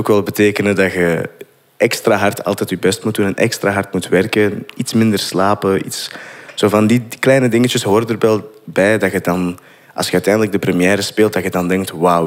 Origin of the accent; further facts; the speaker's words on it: Turnhout, Antwerp, Belgium; Ja, ik ben van Turnhout, van Twee het Raad 00.